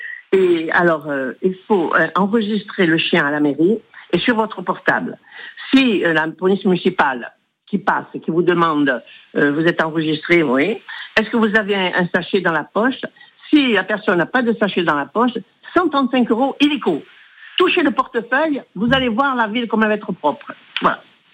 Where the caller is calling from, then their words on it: Bastia, Corsica, France; j'habite à l'Annonciade